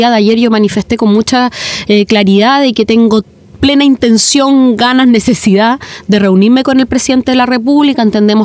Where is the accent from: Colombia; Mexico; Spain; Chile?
Chile; Valdivia, Los Ríos